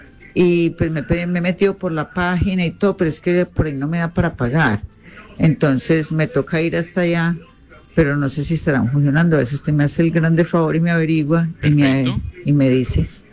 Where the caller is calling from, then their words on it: Risaralda, Colombia; Le hablo de Galicia.